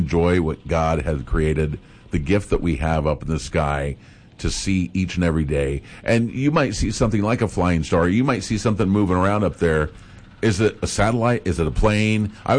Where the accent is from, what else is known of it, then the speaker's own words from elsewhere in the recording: Grand Island, United States; I grew up in Grand Island. But I love that small town vibe.